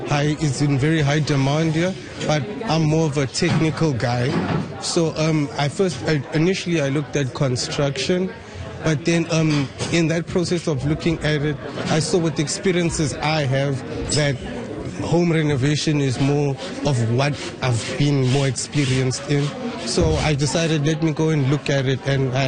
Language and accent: English; Johannesburg, Gauteng, South Africa; moved away as an adult; now in Canada; My country, I'm from South Africa, Johannesburg.